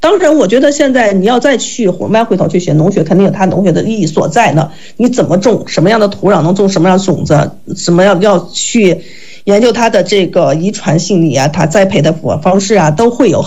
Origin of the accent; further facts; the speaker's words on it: Shanxi, China; 因为我是山西人